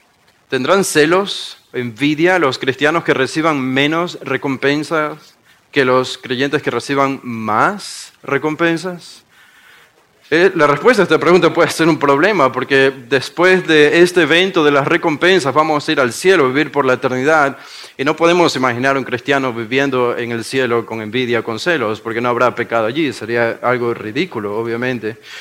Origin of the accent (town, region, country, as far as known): Guayaquil, Guayas, Ecuador